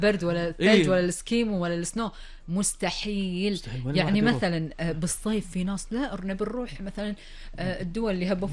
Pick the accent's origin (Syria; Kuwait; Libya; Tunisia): Kuwait